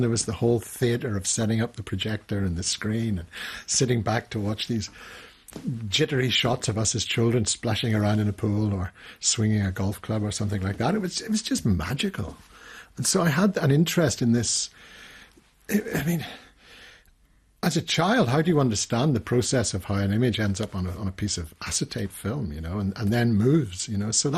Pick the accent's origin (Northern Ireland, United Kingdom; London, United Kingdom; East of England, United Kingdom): Northern Ireland, United Kingdom; I am Irish, and I was born in what a lot of people call Northern Ireland. I don't like to think of it as Northern Ireland.